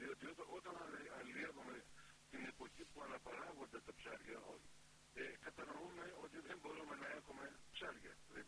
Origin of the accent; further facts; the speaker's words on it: Ikaria, North Aegean, Greece; εγώ τώρα είμαι από την Ικαρία, ταξιδεύω στον Αιγαίο πόσα χρόνια εδώ πέρα.